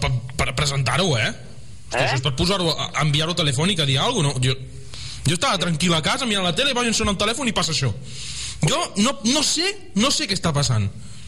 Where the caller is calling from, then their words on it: Tarragona, Catalonia, Spain; Tarragona, jo sóc de Tarragona, jo.